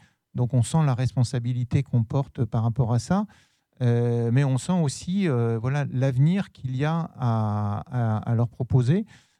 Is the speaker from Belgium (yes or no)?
no; France; moved away as an adult; also born or lived in Paris / Berry; now in Cergy, France; Moi, je viens à la fois de Paris et puis du Berry. Quand je suis arrivé ici, professeur à l'université, je ne connaissais pas Cergy.